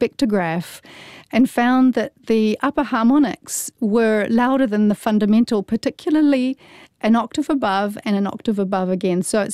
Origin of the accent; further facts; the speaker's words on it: New Zealand; also born or lived in Bulgaria; my experience as a Kiwi